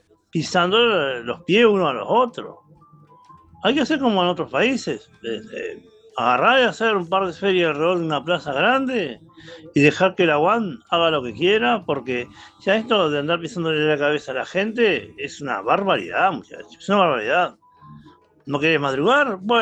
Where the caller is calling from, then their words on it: Los Horneros, Canelones, Uruguay; de acá de Los Horneros.